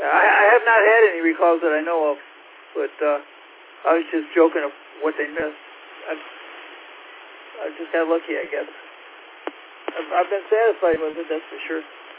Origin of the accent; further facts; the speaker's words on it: Hazel Park, Michigan, United States; I grew up in Hazel Park, and that was maybe 60% automotive workers and 40% other stuff.